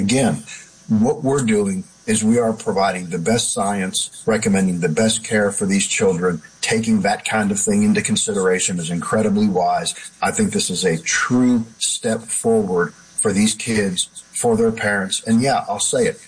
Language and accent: English; Alabama, United States; You know, I come from Alabama, And we've taken an incredibly strong stance early on in protecting our children.